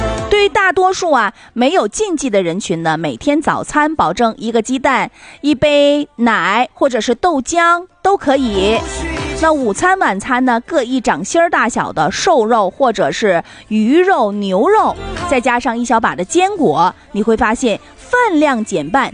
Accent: Northeast China, China; 我们东北人愿意吃凉拌菜哈

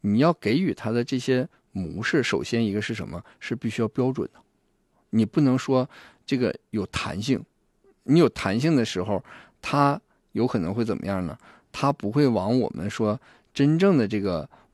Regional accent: Northeast China, China; 我们东北人

